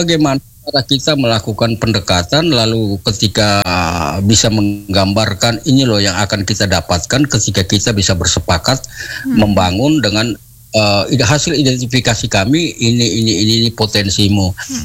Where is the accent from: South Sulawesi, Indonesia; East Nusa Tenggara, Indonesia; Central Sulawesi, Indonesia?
East Nusa Tenggara, Indonesia; khususnya orang Kabupaten Sika